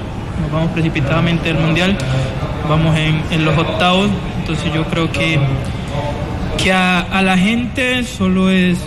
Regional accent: Colombia

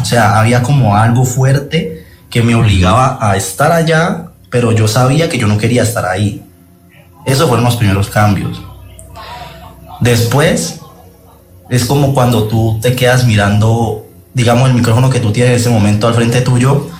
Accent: Valle del Cauca, Colombia; yo soy de aquí del Valle, yo soy del Valle de Cauca, ¿no? Saludos desde el Valle.

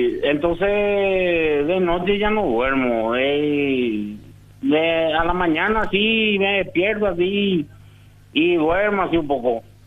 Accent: San Carlos, Concepción, Paraguay; born there; Y ahí nacimos toditos en San Carlos. Concepción.

